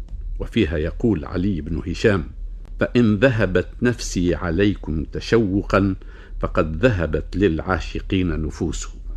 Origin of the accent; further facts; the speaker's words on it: Tunisia; عندنا في تونس وفي المغرب العربي